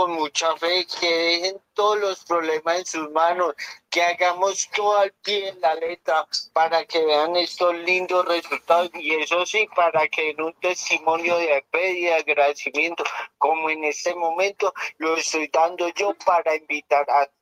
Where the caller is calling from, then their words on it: Soacha, Cundinamarca, Colombia; De aquí del barrio Suacha Compartir